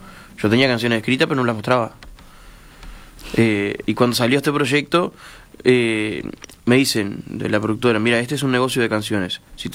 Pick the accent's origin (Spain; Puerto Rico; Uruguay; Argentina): Uruguay; Mendoza, Florida; Yo soy de Mendoza